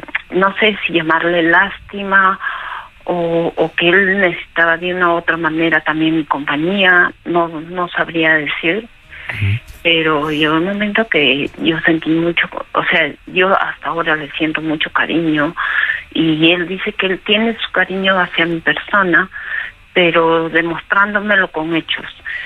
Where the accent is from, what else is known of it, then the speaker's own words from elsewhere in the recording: Peru; moved away; Bueno, mire, yo soy peruana, llevo varios años aquí